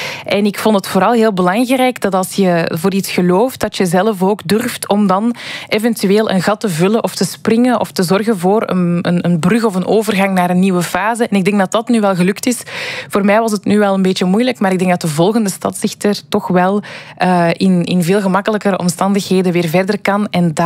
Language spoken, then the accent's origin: Dutch; Antwerp, Flanders, Belgium; Voor mij is dat echt mijn jeugd in Deurne. Ik ben ook van Deurne.